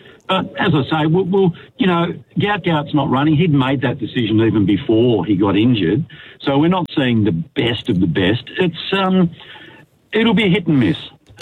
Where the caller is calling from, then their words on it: Geelong, Victoria, Australia; I come up from Geelong to work